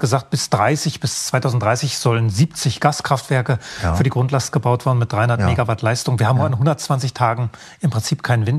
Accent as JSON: {"language": "German", "country": "Germany", "tie": "born or raised there", "moved": "yes", "lives_now": "Bavarian Forest, Germany", "said": "ich bin ja an der Ostsee aufgewachsen, das wollte ich vorhin einwerfen, an der Ostsee aufgewachsen, wo jeden Tag Wind war."}